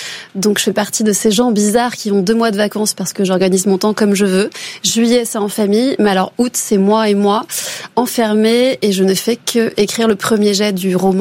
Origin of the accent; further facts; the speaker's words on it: Massy, Île-de-France, France; moved away; also born or lived in Paris; j'ai grandi à Massy dans une tour HLM qui était grise avec du béton partout.